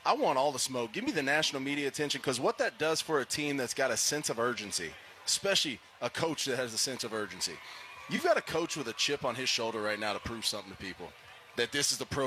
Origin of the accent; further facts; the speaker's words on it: Odessa, Texas, United States; I grew up in Odessa.